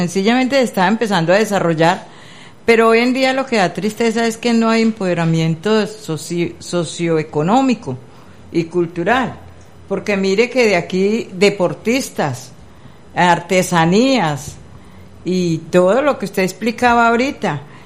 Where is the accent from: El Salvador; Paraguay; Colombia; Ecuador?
Colombia; Cartago, Valle del Cauca; now in Buenaventura, Colombia; yo me crié en Cartago